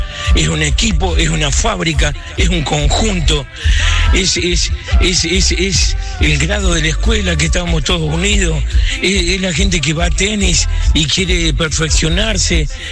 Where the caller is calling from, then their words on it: Río Tercero, Córdoba, Argentina; Pero somos eso los argentinos.